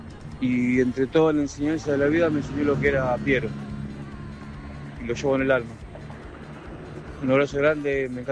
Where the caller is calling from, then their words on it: Monte Chingolo, Buenos Aires Province, Argentina; Yo soy del barrio de Monte Chingolo. Un barrio bastante picante en su momento.